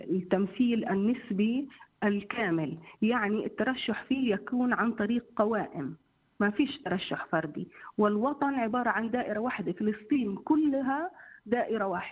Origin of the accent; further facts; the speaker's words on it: Palestine; now in Jerusalem; وأظن أنه بلادنا هي الوحيدة التي يغيب فيها المجلس التشريعي